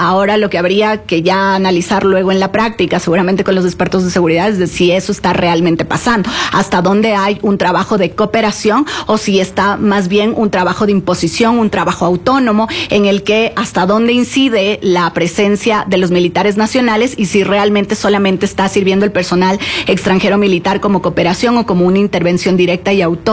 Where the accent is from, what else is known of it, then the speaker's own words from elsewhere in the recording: Ecuador; nosotros nos quedará como ecuatorianos